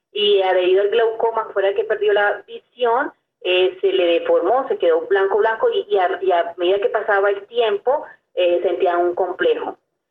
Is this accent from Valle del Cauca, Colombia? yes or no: yes; Cali, Valle del Cauca, Colombia; Venimos desde la ciudad de Cali, acá a Bogotá